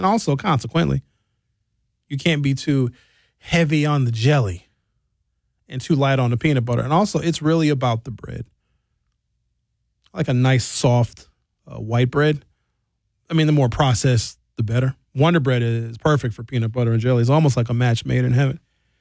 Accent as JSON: {"language": "English", "country": "United States", "said": "So a felt hat, and then no one will know that I'm from America. They'll think I'm from somewhere else."}